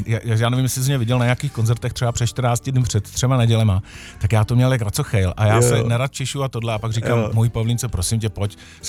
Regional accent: Chomutov, Ústí nad Labem Region, Czechia; moved away as an adult; now in Česká Kamenice, Czech Republic; já jsem úplně původem Chomutovák.

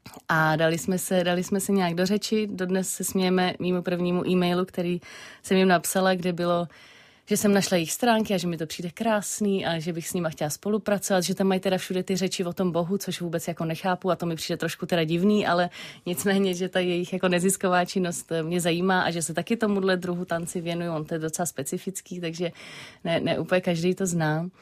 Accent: Prague, Czechia; protože jsem vyrostla v Praze, nějak nemám ani vlastně nějakou jako tradiční víru převzatou od prarodičů nebo tak.

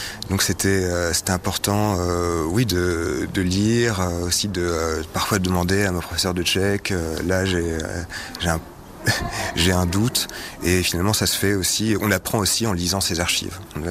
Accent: Bordeaux, Nouvelle-Aquitaine, France; c'était dans ma ville natale à Bordeaux

